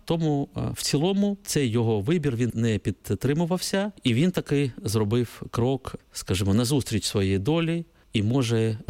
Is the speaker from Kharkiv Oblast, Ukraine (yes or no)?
yes; Kharkiv, Kharkiv Oblast, Ukraine; Оскільки я сам з Харкова, то я я можу це в паралелі відслідкувати.